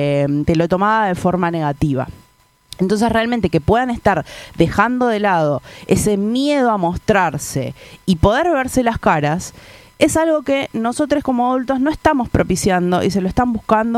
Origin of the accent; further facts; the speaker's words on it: Merlo, Buenos Aires Province, Argentina; más yo soy de Merlo